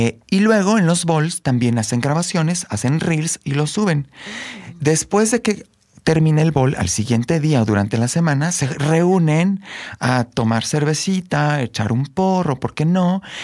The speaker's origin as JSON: {"language": "Spanish", "region": "Querétaro", "country": "Mexico", "said": "empiezo a ir a las prácticas en Querétaro, tú sabes, yo soy de Querétaro, y empiezo a ir a las prácticas en Querétaro."}